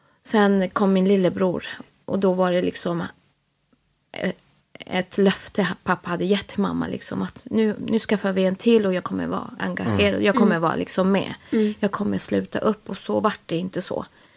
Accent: Jordbro, Stockholm County, Sweden; now in Älvsjö, Sweden; Född och uppvuxen i Stockholm. I södra sidan, Jordbro, Haninge.

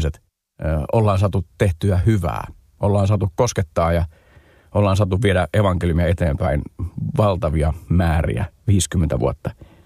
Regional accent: Porvoo, Uusimaa, Finland; omassa kotikaupungissani Porvoossa

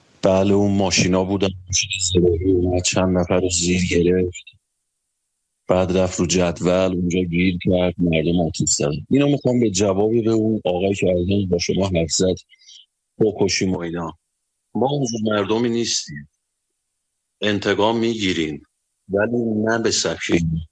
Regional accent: Ardabil, Ardabil Province, Iran; بزنم بگم من از اردبیلم.

